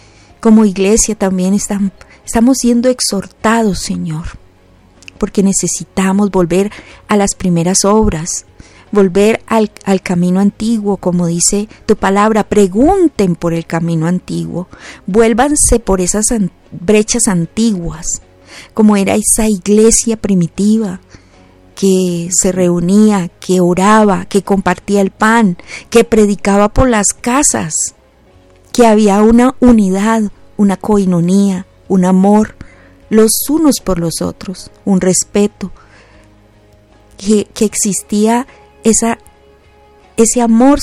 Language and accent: Spanish; Colombia; Perdónanos como colombianos